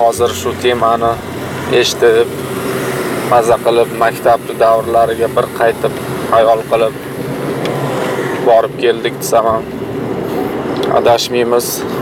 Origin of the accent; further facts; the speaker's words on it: Beshariq District, Fergana Region, Uzbekistan; Biza Farg'ona viloyatidagi Beshariq tumanida 8-chi maktabda o'qiganmiz.